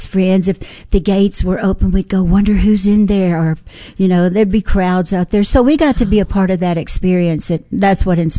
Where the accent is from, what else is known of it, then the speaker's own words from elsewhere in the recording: Memphis, Tennessee, United States; you can't be born and raised in Memphis, Tennessee and not have some